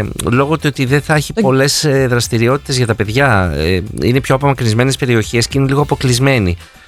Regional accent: Chalcis, Central Greece, Greece; σαν μαθητής που μεγάλωσα στην περιφέρεια, στη Χαλκίδα εννοώ, που σιγά την περιφέρεια, 80 χιλιόμετρα από την Αθήνα είναι.

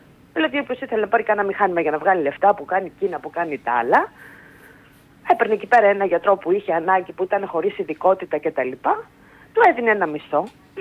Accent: Greece; Ως Έλληνες γιατροί.

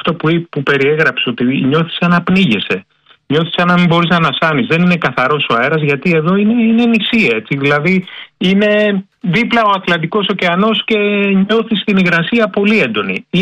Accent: Greece; moved away as an adult; now in Kent, United Kingdom; εμείς ως Έλληνες, ξέρω εγώ, έχουμε μεγαλώσει η Ελλάδα, έχω ζήσει σε συνθήκες κάψωνα.

